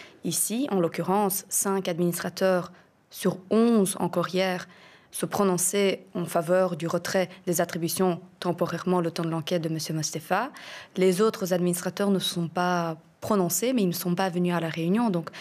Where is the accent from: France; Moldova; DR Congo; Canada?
Moldova; la corruption s'est très bien implémentée en Moldavie. Et mes parents ont décidé de quitter mon pays d'origine à cause de ça.